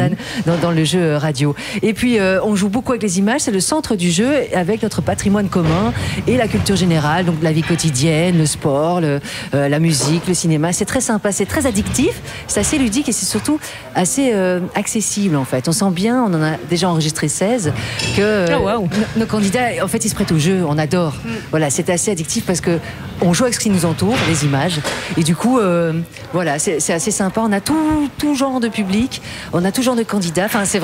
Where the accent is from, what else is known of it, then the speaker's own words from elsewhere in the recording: Brussels, Brussels-Capital Region, Belgium; Moi, je suis bruxelloise en fait d'origine et au départ, et j'ai découvert le Hainaut, la Wallonie.